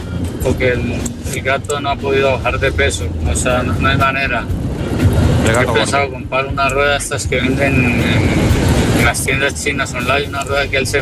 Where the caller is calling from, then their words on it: Barcelona, Catalonia, Spain; de Barcelona.